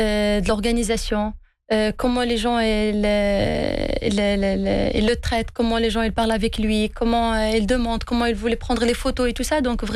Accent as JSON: {"language": "French", "country": "Morocco", "said": "C'est sûr, on est des Marocains quand même."}